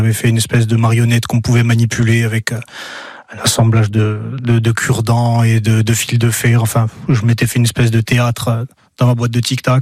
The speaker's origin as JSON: {"language": "French", "town": "Solenzara", "region": "Corsica", "country": "France", "tie": "born or raised there", "also_born_or_lived": "Bastia", "said": "j'ai grandi à Solenzar et je suis parti faire mes études pour passer mon baccalauréat à Bastia"}